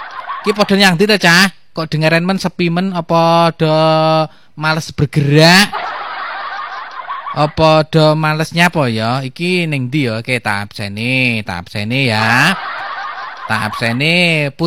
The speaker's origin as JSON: {"language": "Indonesian", "town": "Magetan", "region": "East Java", "country": "Indonesia", "tie": "born there", "said": "Saya bukan Cina tapi saya Jawa asli Magetan punya begitu ya."}